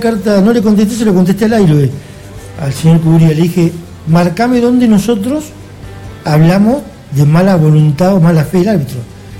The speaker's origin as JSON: {"language": "Spanish", "town": "Allen", "region": "Río Negro", "country": "Argentina", "said": "yo soy gente de Allen"}